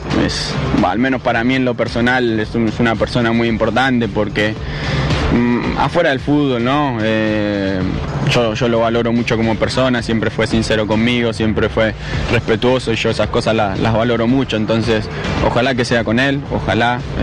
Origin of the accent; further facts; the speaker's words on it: Argentina; Nosotros como argentinos además tenemos esa cuotita que obviamente nos encantaría que la gane Leo.